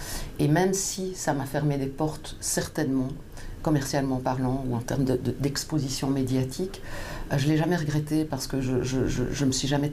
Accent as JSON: {"language": "French", "town": "Profondeville", "region": "Wallonia", "country": "Belgium", "tie": "born or raised there", "moved": "as an adult", "lives_now": "Brussels, Belgium", "said": "j'ai grandi à Profondeville, qui est un village entre Namur et Dinan, dans la vallée de la Meuse. Donc c'est un village que j'aime beaucoup, que j'ai quitté à 18 ans pour venir étudier à Bruxelles. Et je suis restée à Bruxelles"}